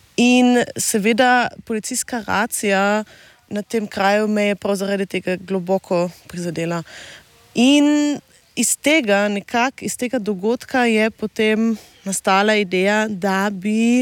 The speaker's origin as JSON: {"language": "Slovenian", "region": "Carinthia", "country": "Austria", "said": "Omenila sem že, da sem koroška Slovenka"}